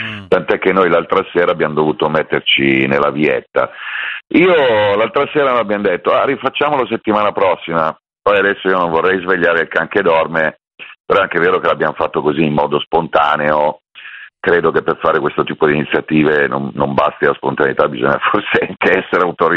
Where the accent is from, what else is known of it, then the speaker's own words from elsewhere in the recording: Milan, Lombardy, Italy; Io lo dico da milanese